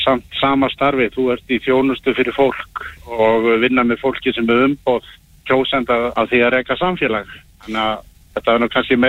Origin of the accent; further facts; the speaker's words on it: Hvalfjarðarsveit, Western Region, Iceland; Þetta mín heimasveit og ég hafði bara metnað fyrir því að fara og bjóða mig fram mína krafta í minni heimasveit